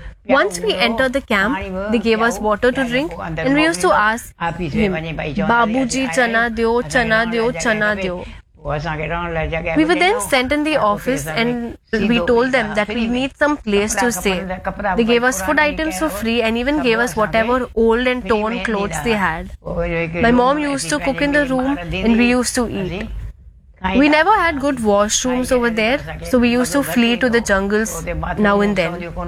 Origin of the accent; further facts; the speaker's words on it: Hyderabad, Sindh, Pakistan; born there; I was born in Hyderabad, Sindh. We all used to stay very happily over there.